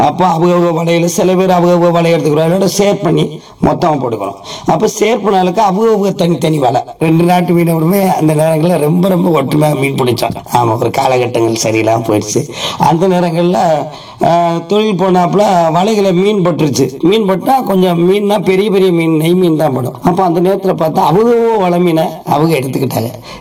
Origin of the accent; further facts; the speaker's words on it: Pamban, Tamil Nadu, India; born there; நான் பாம்பெல்லாம் பிறந்தேன். கடை வயது 53 ஐயா.